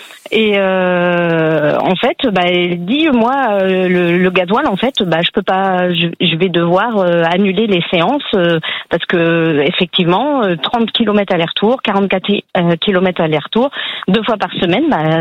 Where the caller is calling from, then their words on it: Hauts-de-France, France; Je suis en Picardie, je suis à 40 km d'Amiens à peu près, dans une zone rurale.